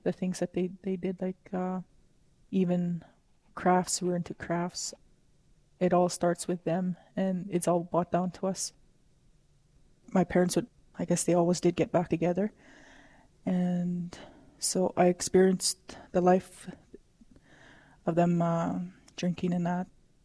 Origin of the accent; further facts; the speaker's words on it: James Smith Cree Nation, Saskatchewan, Canada; I'm from the James Smith Cree Nation in Saskatchewan. As I grew up on the reserve in James Smith, I kind of had a carefree life. No worries, no nothing. We just able to roam around. We lived, had a farm, riding horses